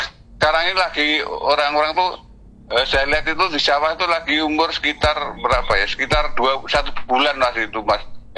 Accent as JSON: {"language": "Indonesian", "town": "Magetan", "region": "East Java", "country": "Indonesia", "tie": "born or raised there"}